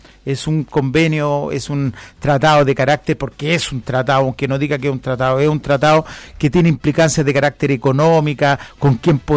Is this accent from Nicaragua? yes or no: no; Chile; antes que ser socialista, soy chileno.